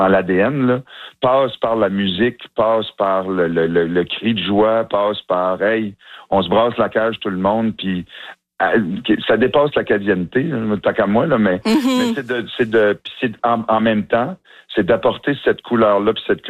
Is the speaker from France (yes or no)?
no; Tracadie, New Brunswick, Canada; moved away; Oui, j'ai grandi à Tracadie, c'est mon patelin. Je fais 20 ans que je suis parti, mais je suis ici depuis.